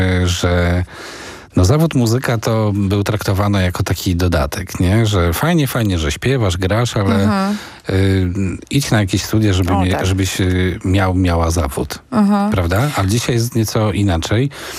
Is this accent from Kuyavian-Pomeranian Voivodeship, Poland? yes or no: yes; Inowrocław, Kuyavian-Pomeranian Voivodeship, Poland; ja pochodzę z Inowrocławia.